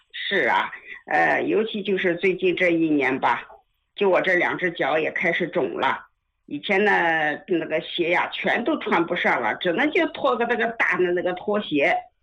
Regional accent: Tianjin, China; 我是天津的啊

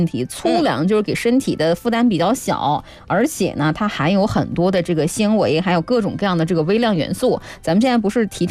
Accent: Northeast China, China; 因为我东北人嘛，我就对我们家乡的这个小米特别特别的有感情。

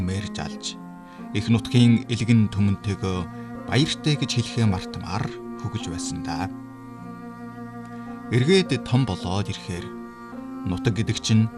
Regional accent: Inner Mongolia, China; moved away as an adult; Их сургуультан анх очиход та аль нутгийнх билээ гэж хамт сурагчид асуув. Өвөр Монголоо гэж хариулахад юугаар ирэв гэнэ.

